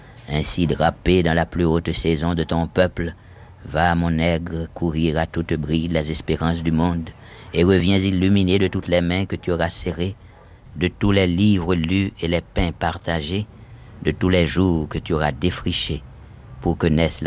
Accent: Haiti; moved away as an adult; il a fait comprendre que j'étais exilé d'Haïti, qu'il fallait bien que je reste quelque part, et s'il y a un endroit où un Haïtien peut vouloir résider, c'est bien Paris.

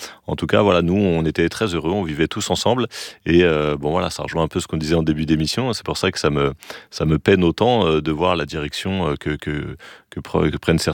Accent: Saint-Denis, Île-de-France, France; C'est une banlieue Saint-Denis, ville du 93, un peu la plus grande ville du 93. Un lieu très très très multiculturel. J'ai grandi avec des gam

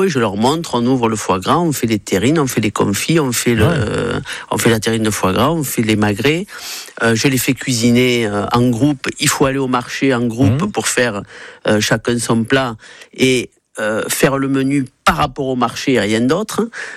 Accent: Gascony, France; Quand j'étais jeune en Gascogne, c'était vraiment l'entreprise du coin

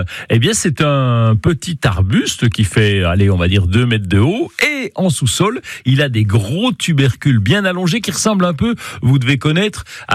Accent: Grand Est, France; On l'utilise chez nous en Lorraine, un peu comme une plante annuelle

